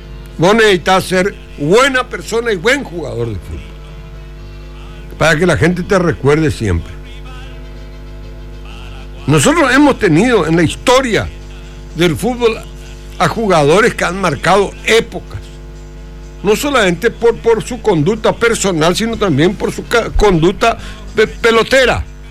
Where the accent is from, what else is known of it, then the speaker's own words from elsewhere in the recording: Paraguay; somos paraguayos y lo llevamos en la sangre.